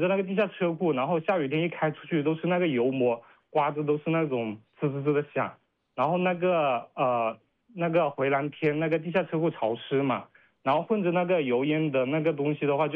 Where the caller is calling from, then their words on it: Changsha, Hunan, China; 就是我是来自于那个万城区月亮岛街道康桥悦城的 … 就是我在这个小区呢买了房子不到一年